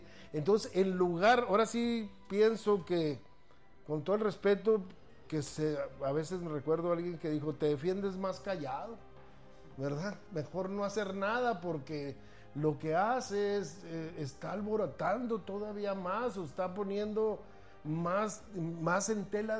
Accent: Mexico

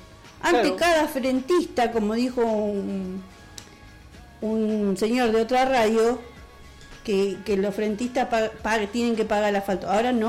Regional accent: Ezeiza, Buenos Aires Province, Argentina; Y nosotros que nacimos en Ezeiza, sabemos lo que es la tierra, sabemos lo que es el barro, el tener una luz cada 3 cuadras, lo sabemos.

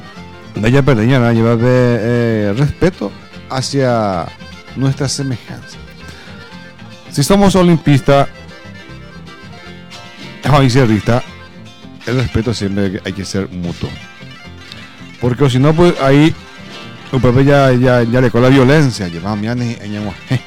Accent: Paraguay; me sentí orgulloso de llevar como paraguayos y paraguayas.

